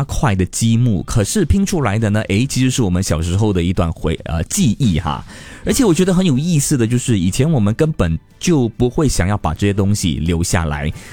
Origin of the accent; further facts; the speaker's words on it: Singapore; born there; 小时候去过大巴窑。